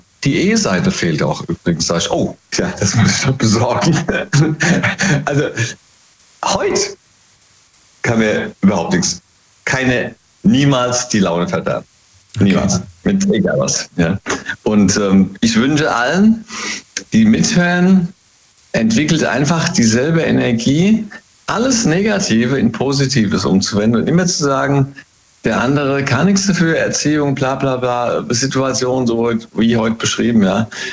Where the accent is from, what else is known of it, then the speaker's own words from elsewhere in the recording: Hesse, Germany; Hey, aus dem Rheingau immer noch.